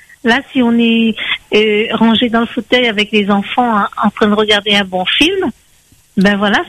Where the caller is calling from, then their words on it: Saint-Pierre, Réunion; moi je suis sur Terre Sainte.